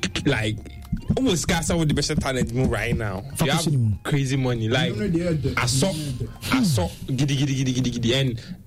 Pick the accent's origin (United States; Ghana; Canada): Ghana; We are Ghanaian